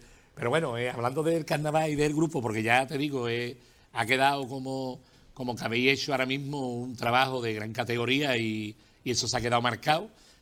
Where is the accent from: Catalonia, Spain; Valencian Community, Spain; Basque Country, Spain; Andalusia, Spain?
Andalusia, Spain; San Fernando; yo soy gaditano, ¿vale? Pero llevo 43 años aquí ya, pero soy de la isla, ¿vale?